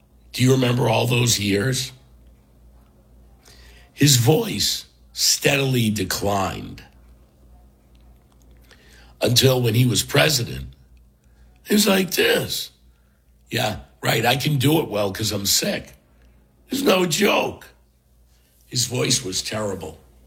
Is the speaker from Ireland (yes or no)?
yes; Ireland; I can make that joke because I'm Irish.